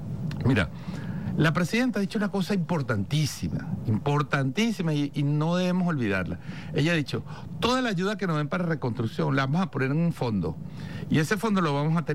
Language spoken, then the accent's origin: Spanish; Venezuela; Ahora, como venezolanos, hoy más que nunca